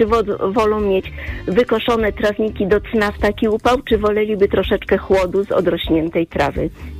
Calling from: Wrocław, Lower Silesian Voivodeship, Poland; dzwonię z Wrocławia.

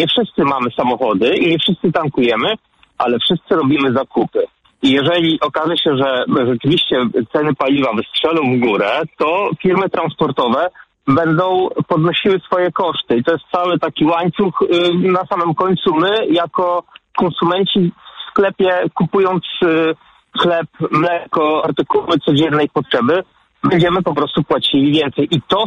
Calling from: England, United Kingdom; ja akurat w tym momencie dzwonię z Anglii, jestem kierowcą zawodowym

